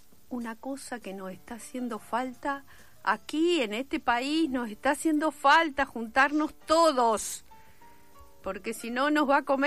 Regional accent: Uruguay; somos uruguayos

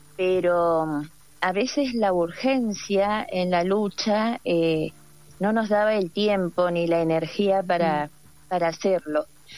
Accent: La Rioja, Argentina; revisar nuestra propia historia, ¿no?, como riojanos, como riojanas, recuperando el orgullo de serlo

